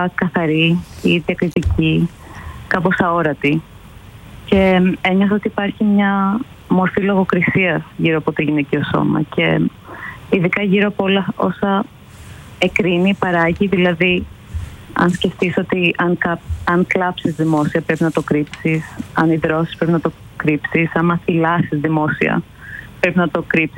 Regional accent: Greece; now in London, United Kingdom; Εγώ είμαι Ελληνίδα, αλλά μένω στο Λονδίνο.

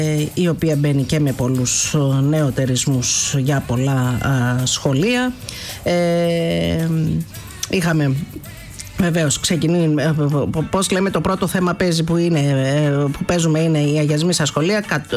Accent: Malesina, Central Greece, Greece; Ο Γενικός Γραμματέας του ΚΚΕ ήταν στο χωριό μου, κύριε, στη Μαλεσίνα.

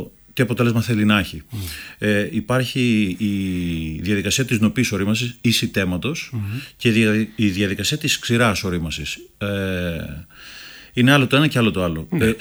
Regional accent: Greece; Αυτά τα οποία και εμείς σαν Έλληνες θεωρούμε ψάρια

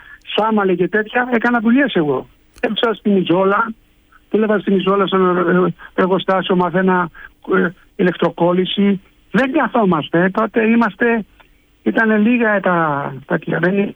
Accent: Lavrio, Attica, Greece; also born or lived in Nea Ionia; Μεγάλωσα στο Λαύριο.

